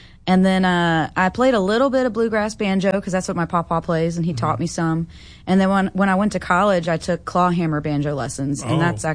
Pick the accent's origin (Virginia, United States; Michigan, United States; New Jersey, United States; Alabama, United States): Virginia, United States; Fincastle; I'm from Botetourt County. Fincastle is the town that I grew up in. Tiny little sweet baby town.